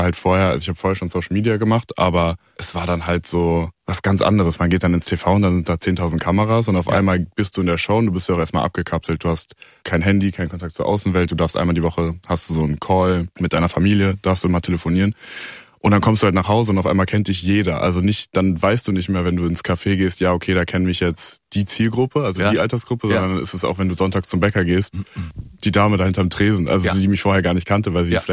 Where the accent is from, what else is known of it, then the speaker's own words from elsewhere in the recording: Melsungen, Hesse, Germany; In Kassel, also Nähe Kassel, Melsungen heißt das.